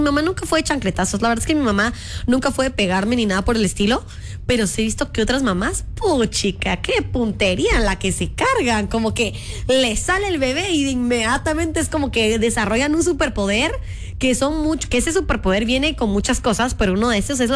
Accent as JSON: {"language": "Spanish", "country": "Honduras", "said": "cuando allá en mi país, en Honduras, existe la moneda de 50 centavos."}